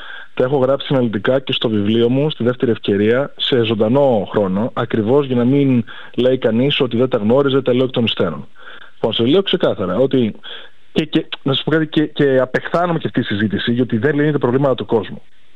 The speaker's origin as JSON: {"language": "Greek", "country": "Greece", "said": "να είμαι περήφανος για την πατρίδα μου σήμερα. Όχι μόνο για την ιστορία της. Θέλω να είμαι περήφανος για τη σύγχρονη Ελλάδα"}